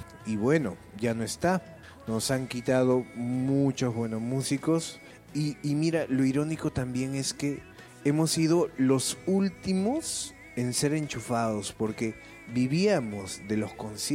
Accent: Ayacucho, Peru; Yo soy huamanguino, tunasjaita, huailpazúa, atajoixa, huarmizúa, hasta la muerte, huamanguino de corazón, ayacuchano.

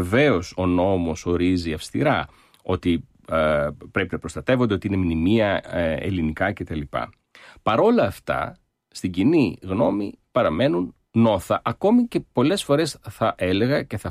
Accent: Myrina, North Aegean, Greece; στην ιδιαίτερη πατρίδα μου, στη Λίμνο, στη Μύρινα.

